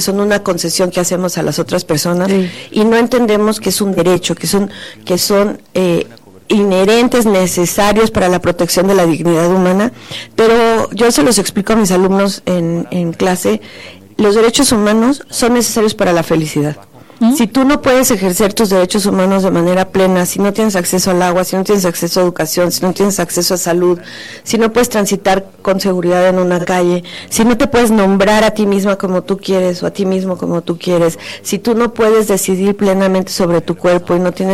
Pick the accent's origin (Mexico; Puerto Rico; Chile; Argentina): Mexico; como ciudadanas mexicanas, como ciudadanos mexicanos